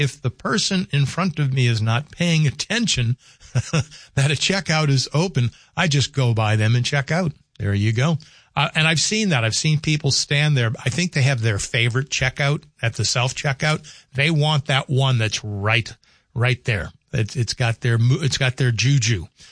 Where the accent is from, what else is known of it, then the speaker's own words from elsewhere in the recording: the South, United States; It's like growing up in the South. We didn't have air conditioning until we moved in 19. See, I was born in 56.